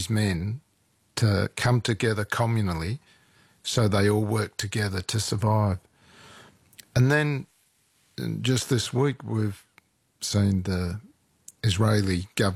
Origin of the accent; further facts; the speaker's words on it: Tasmania, Australia; Well, I'm probably saved from being an Australian by being a Tasmanian.